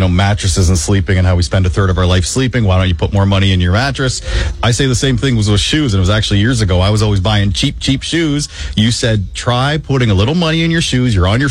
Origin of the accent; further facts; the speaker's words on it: Renfrew, Ontario, Canada; So I'm born and raised in Renfrew